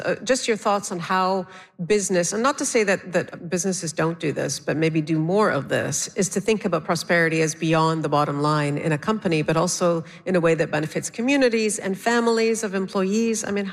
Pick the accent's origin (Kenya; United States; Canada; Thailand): Canada; Leamington, Ontario; Leamington, Ontario.